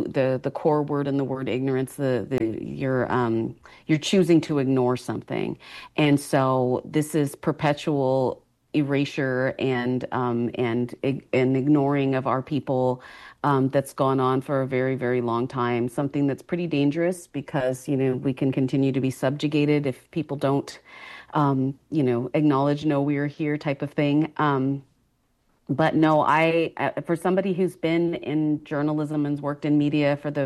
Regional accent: Coachella Valley, California, United States; the city of Palm Springs, down where I'm from, in the Coachella Valley

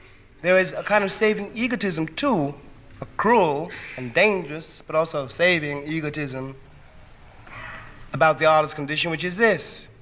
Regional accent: United States; being an American artist, of being not yet 65 years old, and of being an American Negro artist in 1963

